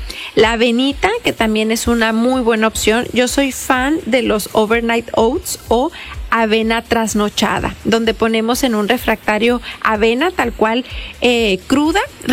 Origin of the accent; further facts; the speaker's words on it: Tijuana, Baja California, Mexico; Ay, pues soy de Tijuana.